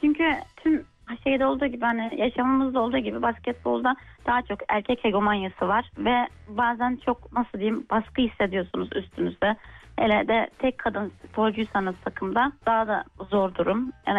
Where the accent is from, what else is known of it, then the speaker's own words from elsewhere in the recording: Niğde, Turkey; moved away as an adult; now in Samsun, Turkey; 34 yaşındayım. 19 Mayıs doğumluyum. O yüzden kendime doğuştan sporcuyum diyorum. Nideliyim. 6 yıldır Samsun'da yaşıyorum.